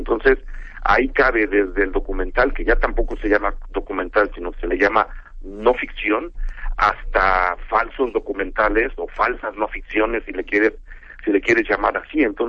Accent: Mexico; para pensarnos como sociedad, como seres humanos y como mexicanos

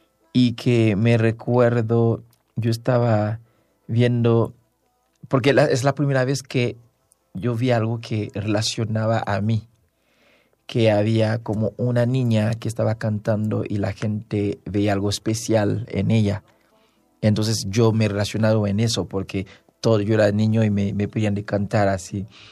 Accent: Haiti; moved away as an adult; also born or lived in Xalapa; now in Mexico City, Mexico; Nací, crecí en Haití. Y justo ya hace 6 años que vine aquí, estudié en Jalapa

